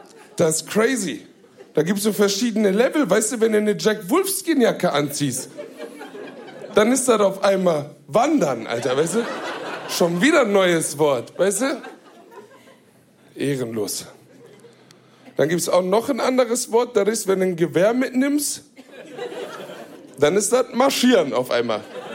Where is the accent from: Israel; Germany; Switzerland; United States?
Germany; Duisburg, North Rhine-Westphalia; So, ich bin in Duisburg, in Marxloh aufgewachsen.